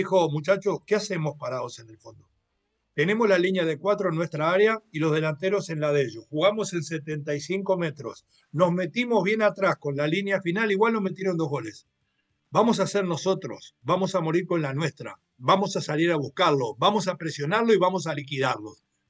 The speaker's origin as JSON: {"language": "Spanish", "country": "Uruguay", "said": "Por supuesto, como somos los uruguayos, nos hicieron el favor y nos agradecimos."}